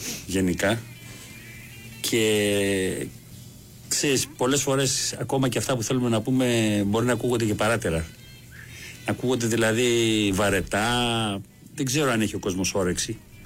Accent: Heraklion, Crete, Greece; Ναι, θυμάμαι όταν ήμουν μικρός που έμενα στο Ηράκλειο, ας πούμε, στην Κρήτη.

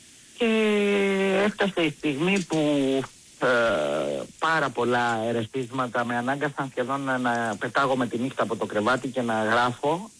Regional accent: Corfu, Ionian Islands, Greece; also born or lived in Sparta; Ναι, γεννήθηκα στη Σπάρτη και 5 ετών ήρθα στη Κέρκυρα.

